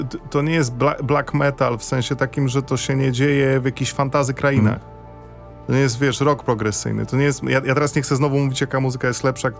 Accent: Olsztyn, Warmian-Masurian Voivodeship, Poland; a u nas w Olsztynie to była Brudna Północ

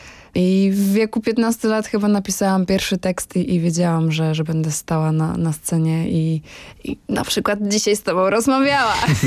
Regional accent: Międzyleś, Lublin Voivodeship, Poland; Ja jestem z Lubelszczyzny, z takiej małej miejscowości Międzyleś, położonej nad Bugiem.

